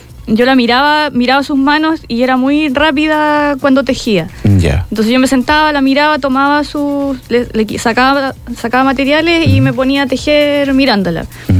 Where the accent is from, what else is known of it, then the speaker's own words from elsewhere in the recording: Rari, Maule, Chile; yo vengo de la localidad de Rari, que queda aproximadamente 25 kilómetros desde Linares, desde la provincia de Linares, hacia la precordillera. Es un pueblo pequeño, muy conocido por la artesanía que se realiza allá, que es el tejido en crin de caballo.